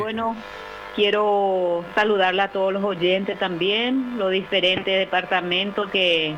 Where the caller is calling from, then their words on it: Cambyretá, Itapúa, Paraguay; soy de Itapúa, distrito de Cambureta. En Cambureta estoy viviendo.